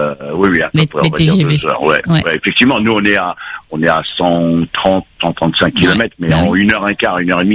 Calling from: Orléans, Centre-Val de Loire, France; j'habite à Orléans.

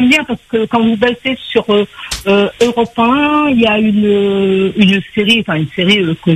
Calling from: Normandy, France; Et j'habite en Normandie.

